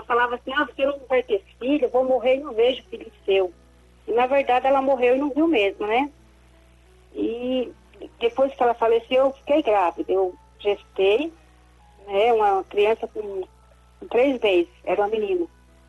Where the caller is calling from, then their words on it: Itaberá, São Paulo, Brazil; Eu falo de Itaberá, estado de São Paulo.